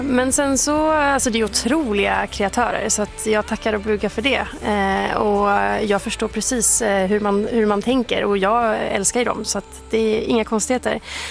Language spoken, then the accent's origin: Swedish; Värmland, Sweden; hitta saker som kommer från min liksom musikaliska bakgrund och från musikkulturen hemma i Värmland